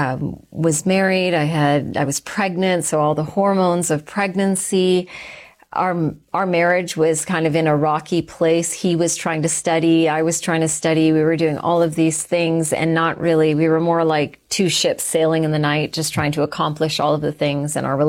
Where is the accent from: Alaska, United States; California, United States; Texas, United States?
Texas, United States; also born or lived in Calgary, Canada / Sri Lanka; So I was born in Canada. I was born in Calgary, and then my family shifted to the States. So I grew up in Texas for a while